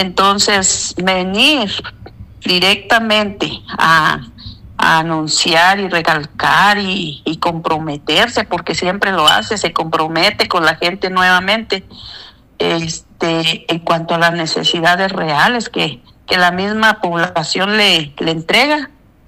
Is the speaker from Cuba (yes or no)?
no; Chihuahua, Mexico